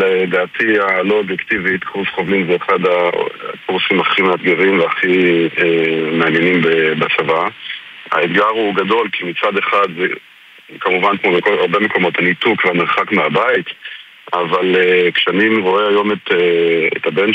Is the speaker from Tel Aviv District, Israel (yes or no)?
no; Southern District, Israel; also born or lived in Krayot (Haifa area); בגיל צעיר אנחנו עברנו מהקריות לדרום, אז קצת גדלתי יותר במדבר